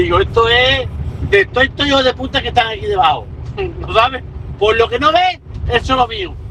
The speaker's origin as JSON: {"language": "Spanish", "town": "La Zarza", "region": "Extremadura", "country": "Spain", "said": "Yo soy de la zarza, yo no tengo problema de decir dónde soy."}